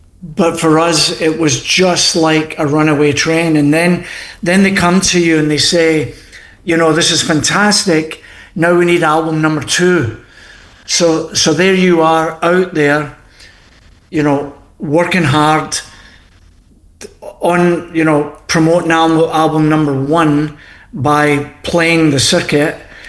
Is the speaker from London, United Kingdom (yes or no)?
no; Scotland, United Kingdom; now in Canada; Yeah, so you know, being Scottish